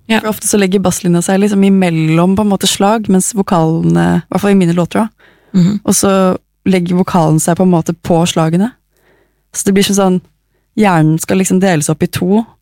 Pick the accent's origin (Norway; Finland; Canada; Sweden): Norway; Oslo; Jag är från Oslo, jag har vuxit upp här. Jag bor här fortsatt.